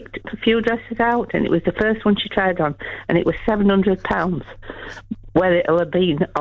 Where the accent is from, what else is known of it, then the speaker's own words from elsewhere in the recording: Bradford, Yorkshire and the Humber, United Kingdom; Yeah, I'm from Bradford.